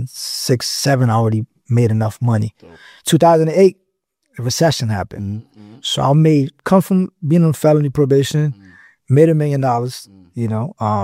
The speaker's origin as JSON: {"language": "English", "town": "Jersey City", "region": "New Jersey", "country": "United States", "moved": "as an adult", "lives_now": "Atlanta, United States", "said": "I came, I caught a little situation in Jersey. I'm from Jersey City, mainly."}